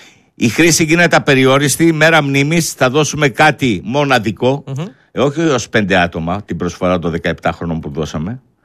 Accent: Thessaloniki, Central Macedonia, Greece; Κοίταξε, εγώ όταν με ρωτάνε από πού είσαι, ναι, δεν λέω επειδή είμαι γέννημα Θέρμα Θεσσαλονίκης, εγώ είμαι Μικρασιάτης.

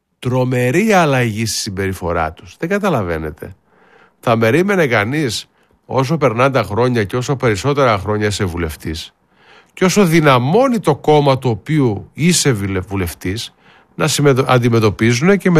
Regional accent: Greece; Και σε αυτή την πόλη είμαι 36 χρόνια. 36 χρόνια. Εδώ μεγάλωσα, εδώ ανδρώθηκα, εδώ τα πάντα.

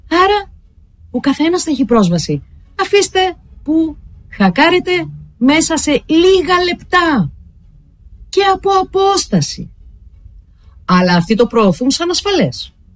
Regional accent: Greece; born there; Και ότι είμαι τυχερή που έχω γεννήθηκα στην Ελλάδα που έχει ήλιο και καλό καιρό.

